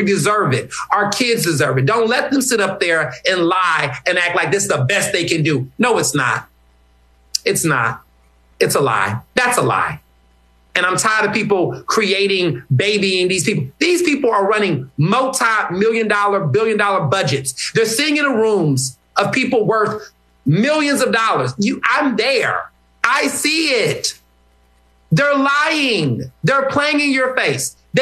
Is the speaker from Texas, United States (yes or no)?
yes; Houston, Texas, United States; also born or lived in Chicago; But I'm saying I grew up in Houston. I was born in Chicago.